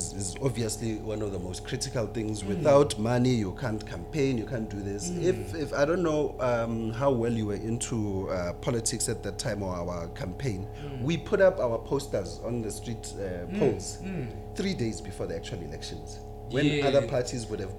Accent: Merafong, Gauteng, South Africa; as a Merafong native, I'm from here. In fact, I was born 1, 2, 3, 4 streets away from here.

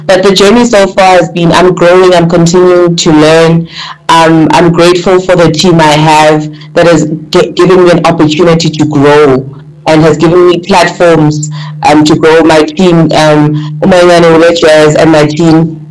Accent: Johannesburg, Gauteng, South Africa; I grew up in Johannesburg

